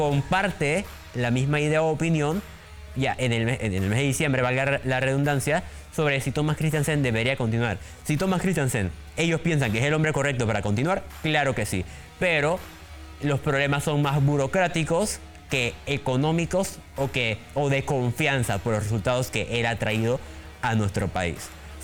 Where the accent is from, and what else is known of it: Panama